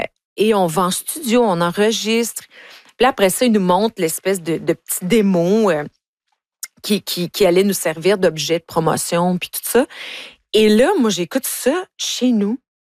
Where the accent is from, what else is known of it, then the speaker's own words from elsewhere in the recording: Ontario, Canada; Ben, j'ai été forcée à en avoir un à l'école secondaire, nous, parce que moi, je viens de l'Ontario.